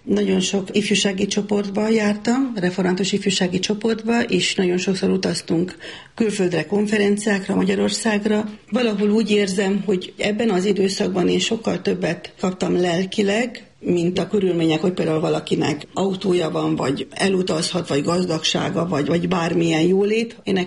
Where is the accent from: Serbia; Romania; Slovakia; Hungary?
Serbia; Bačko Dobro Polje, Vojvodina; also born or lived in Subotica; innen faluról, Bács-Fekete-hegyről elkerültem Szabadkára, ott gimnáziumot kezdtem